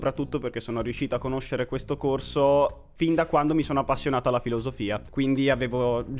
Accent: Vercelli, Piedmont, Italy; ho cominciato giusto quest'anno filosofia e comunicazione proprio qui al Lupo di Vercelli.

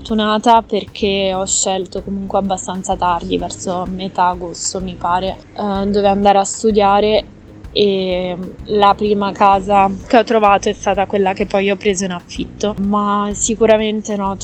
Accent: Imperia, Liguria, Italy; moved away as an adult; now in Novara, Italy; Vengo da Imperia, che è circa a 200 km da Novara. Sono più o meno 2 ore e mezza di macchina, ma sfortunatamente coi mezzi è mal collegata, quindi sono anche 4 ore e mezza, 5 di viaggio per tornare a casa.

